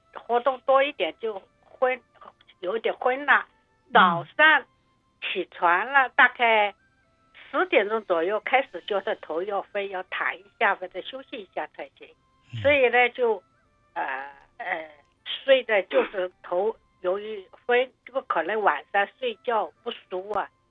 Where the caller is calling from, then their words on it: Vancouver, British Columbia, Canada; 我是温哥华的